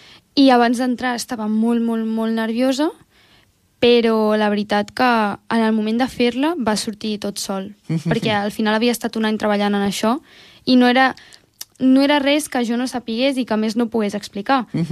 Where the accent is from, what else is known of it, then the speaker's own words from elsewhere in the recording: Tordera, Catalonia, Spain; also born or lived in Calella; Sí, però sí, tota la vida a Tordera